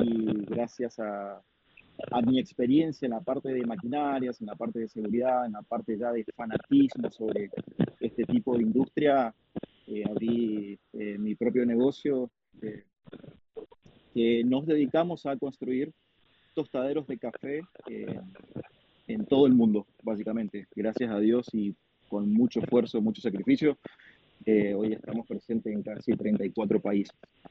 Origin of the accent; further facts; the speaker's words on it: Godoy Cruz, Mendoza, Argentina; moved away as an adult; also born or lived in Villa Mercedes, San Luis; yo soy oriundo de Godecruz, Mendoza. Nacido en la ciudad de La Cepa, donde juega el club Antonio Tomba. Así que feliz de haber nacido. Y bueno, estuve hasta los 18 años en Mendoza. Después me moví a Villa Mercedes, San Luis